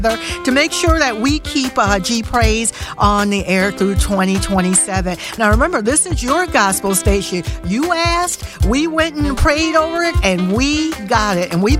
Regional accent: Virginia Beach, Virginia, United States; now in Central Florida, United States; from my hometown, I'm from Virginia Beach, Virginia

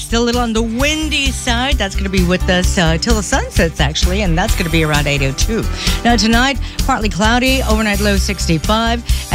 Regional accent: Texas, United States; because I'm from the Southwest Texas area.

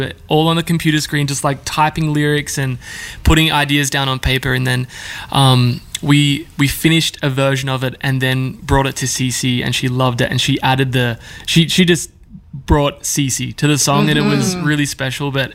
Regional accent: Australia; moved away; I'm an Australian

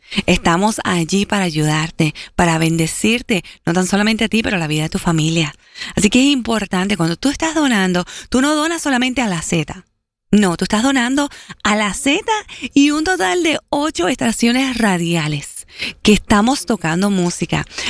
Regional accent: Florida, United States; yo crecí aquí en los Estados Unidos, aquí en la Florida

